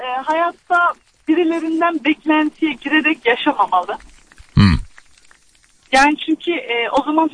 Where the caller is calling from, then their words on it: Konya, Turkey; Konya'dan bağlanıyorum.